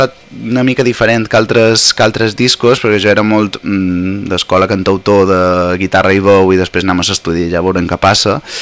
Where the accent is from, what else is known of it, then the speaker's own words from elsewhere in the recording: Mallorca, Balearic Islands, Spain; also born or lived in Lleida; ja fa més anys que estic a casa, a Mallorca